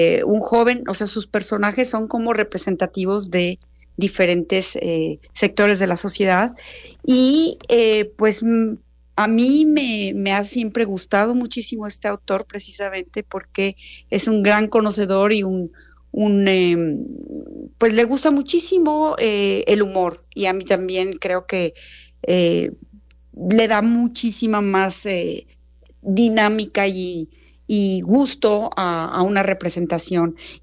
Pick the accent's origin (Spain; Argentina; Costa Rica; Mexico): Mexico; moved away as an adult; now in Zurich, Switzerland; como mexicana, que además ha tenido una carrera dentro del teatro en mi país, en México